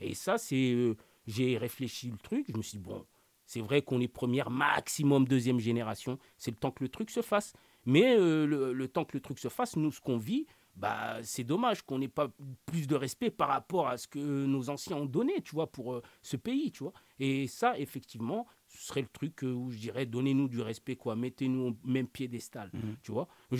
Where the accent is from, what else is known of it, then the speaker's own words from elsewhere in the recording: France; born there; je suis né en France, je me sens français.